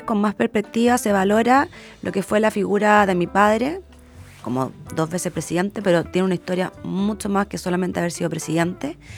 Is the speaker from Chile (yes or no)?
yes; Santiago, Santiago Metropolitan, Chile; yo soy de Santiago